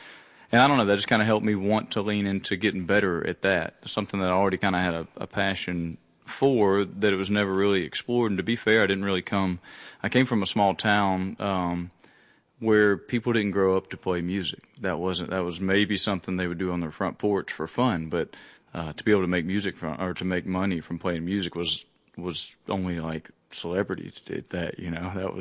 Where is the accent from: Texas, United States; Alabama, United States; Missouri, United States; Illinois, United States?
Alabama, United States; born there; So I was born in Alabama, close to Cheehaw State Park, which is the same, you know, Blue Ridge Mountain system that runs across there.